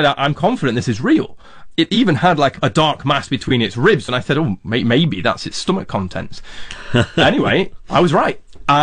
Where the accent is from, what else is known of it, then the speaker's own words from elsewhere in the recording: Doncaster, Yorkshire and the Humber, United Kingdom; As a youngster growing up in Doncaster